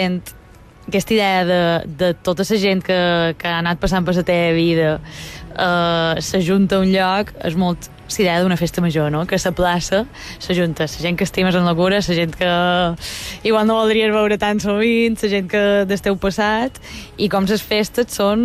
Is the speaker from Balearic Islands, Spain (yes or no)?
yes; Lloret de Vistalegre, Balearic Islands, Spain; moved away; les festes de Sant Domingo, que són les festes de Lloret, del meu poble